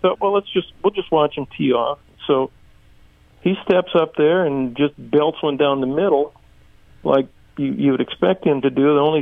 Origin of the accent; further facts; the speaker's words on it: South Dakota, United States; we're from South Dakota.